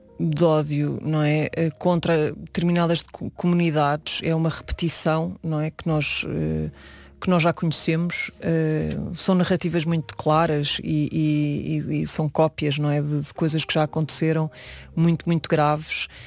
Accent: Alentejo, Portugal; eu como eu sou alentejana

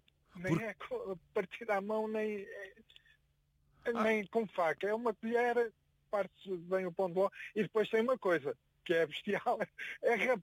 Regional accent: Ovar, Aveiro, Portugal; Sou de Alvar. Orgulhoso de Alvar.

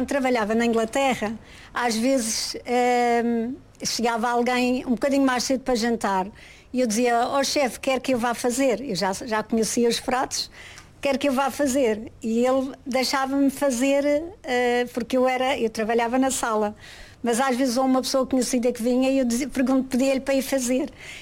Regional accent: São Vicente, Madeira, Portugal; now in Lisbon, Portugal; Eu sou natural da Madeira, São Vicente, e antes de vir para Lisboa estive no estrangeiro, só depois é que regressei para Lisboa.

